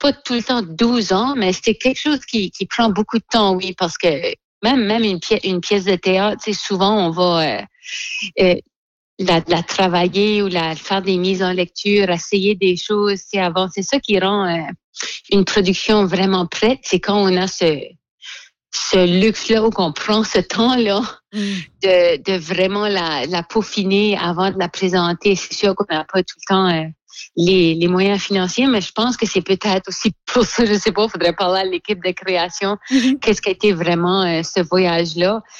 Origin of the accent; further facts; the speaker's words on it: Dieppe, New Brunswick, Canada; now in Shediac, Canada; Là, moi, j'ai grandi à Dieppe.